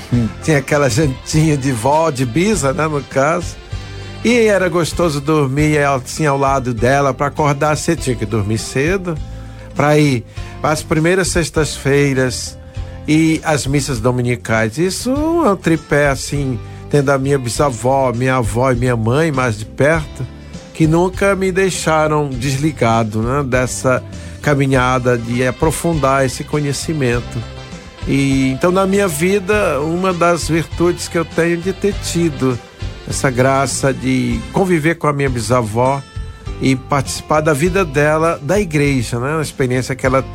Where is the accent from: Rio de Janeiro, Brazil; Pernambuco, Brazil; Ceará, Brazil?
Ceará, Brazil; Ipu; moved away as an adult; Aquela experiência de infância e juventude que eu vivi até meus 19 anos lá na minha cidade do Ipu. Não praticamente na cidade, mas morando no sítio onde nasci e fui criado.